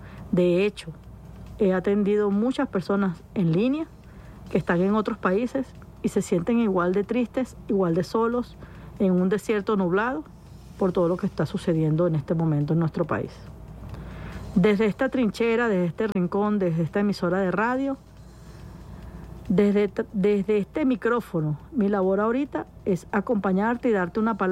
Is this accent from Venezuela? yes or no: yes; Venezuela; somos hermanos, somos venezolanos.